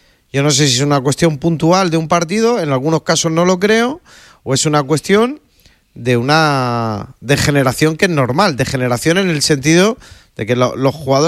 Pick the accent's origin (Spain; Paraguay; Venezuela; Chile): Spain; ¿Que somos menos españoles o menos de la selección por decir las verdades?